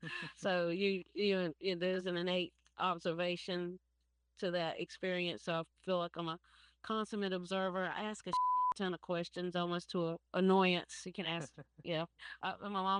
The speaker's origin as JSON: {"language": "English", "region": "North Carolina", "country": "United States", "tie": "born or raised there", "said": "I grew up in essentially a village of rural Black people, farming and living off the land and being creative in open space."}